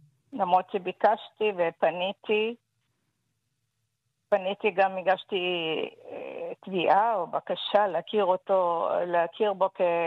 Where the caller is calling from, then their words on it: Ramat Gan, Tel Aviv District, Israel; אנחנו מרמת גן